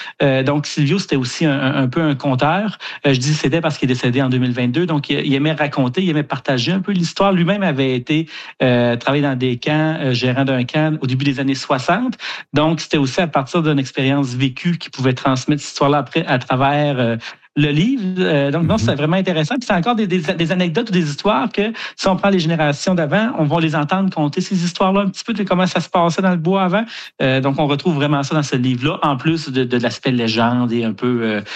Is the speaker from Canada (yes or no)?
yes; Kedgewick, New Brunswick, Canada; Puis moi, comme vous l'avez dit, j'ai grandi à Kedgewick, dans le nord du Nouveau-Brunswick.